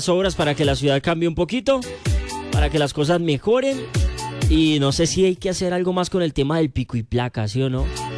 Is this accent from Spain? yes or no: no; Bogotá, Colombia; yo que soy rolo